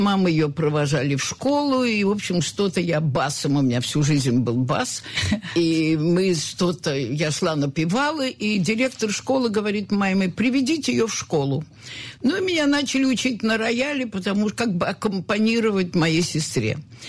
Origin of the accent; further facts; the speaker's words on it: Moscow, Russia; born there; moved away as an adult; я родилась в Москве